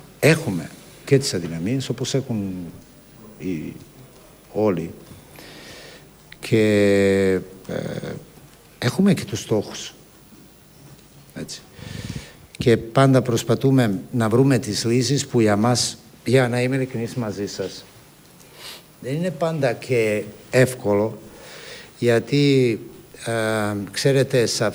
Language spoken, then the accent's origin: Greek; Greece; Να σου πω, νομίζω ότι σαν Έλληνες πολλές φορές υπερβάλλουμε σε πολλά πράγματα.